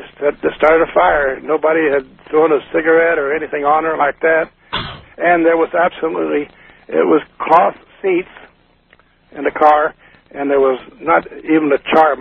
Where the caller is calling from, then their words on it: St. Petersburg, Florida, United States; I'm calling from St. Petersburg